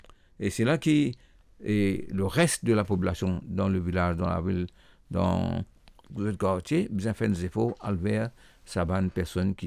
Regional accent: Mauritius; chez nous, à Maurice

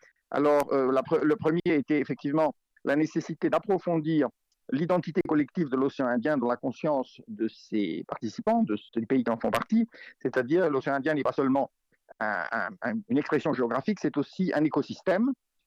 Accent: France; now in India; Je suis français, mais j'ai vécu dans de nombreux pays et surtout en Inde. Je suis basé en Inde depuis plus de 20 ans

